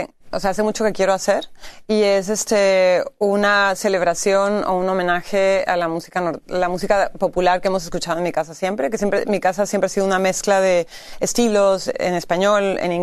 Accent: Tijuana, Baja California, Mexico; Yo crecí en Tijuana, entonces siempre vimos a personas que habían sido deportadas

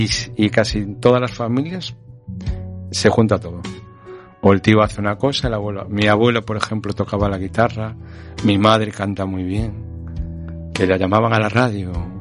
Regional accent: A Coruña, Galicia, Spain; born there; Sí, yo soy de aquí, de La Coruña. Pero mitad-mitad.

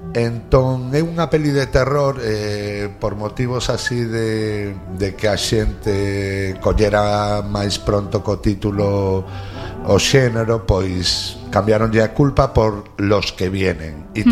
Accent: Ferrol, Galicia, Spain; programa e dixen que listos somos os ferrolanos.

